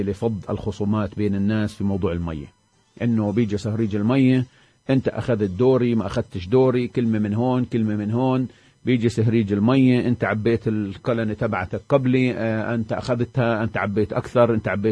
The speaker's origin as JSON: {"language": "Arabic", "town": "Hebron", "region": "Hebron Governorate", "country": "Palestine", "said": "اليوم عندنا بالخليل في طوشة"}